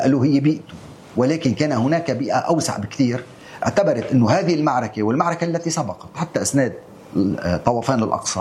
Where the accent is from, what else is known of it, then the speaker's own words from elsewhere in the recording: Lebanon; نحن كلبنانيين ما كان لنا علاقة بالحرب